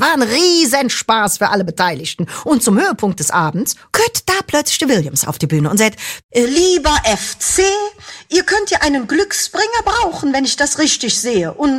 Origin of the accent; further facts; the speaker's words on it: Cologne, North Rhine-Westphalia, Germany; im schönen Kölle. Oh, Kölle. Wenn ich so an meine Heimat denke